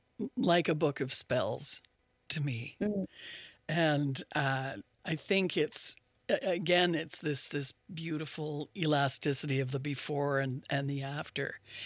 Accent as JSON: {"language": "English", "town": "Ottawa", "region": "Ontario", "country": "Canada", "said": "And I think I came from Ottawa, Algonquin territory, and I used to hear Ti Jean, Little Jean."}